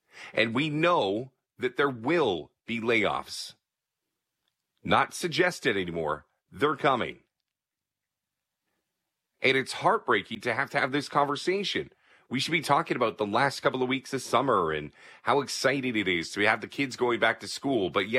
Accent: Canada; Because as a Canadian, I want to begin by saying plainly, this is not what we wanted.

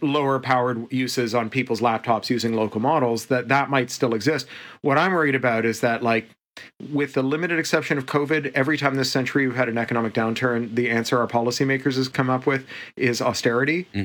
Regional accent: Canada; now in United States; I'm also Canadian, like all the best Americans.

